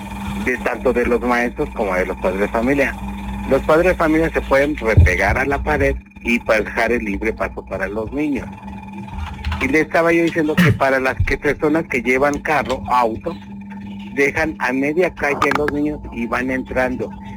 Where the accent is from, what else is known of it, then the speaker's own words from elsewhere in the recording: Tapachula, Chiapas, Mexico; Yo, porque soy originario de Tapachula